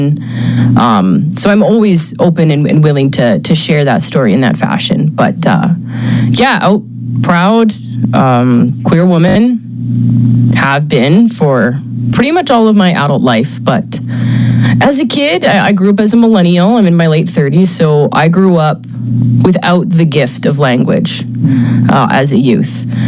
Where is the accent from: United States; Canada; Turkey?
Canada; Saskatoon, Saskatchewan; I grew up in the prairies in Saskatoon. So I grew up a city girl, middle class